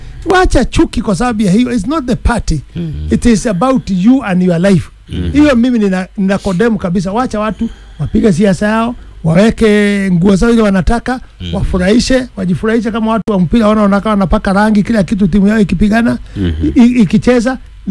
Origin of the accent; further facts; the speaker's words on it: Kenya; Sasa unakuta mtu anataka kumark mimi ati … wewe ni Mkikuyu. Yes, mimi ni Mkikuyu